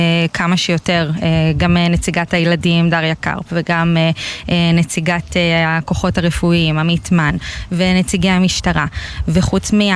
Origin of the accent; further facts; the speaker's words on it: Meitar, Southern District, Israel; now in Beersheba, Israel; אני, כן, אני אישית לא מהעוטף. אני גדלתי במיתר ואני היום בבאר שבע, אבל המשפחה שלי מקיבוץ מגן ומקיבוץ בארי, משיבולים וגיבולים.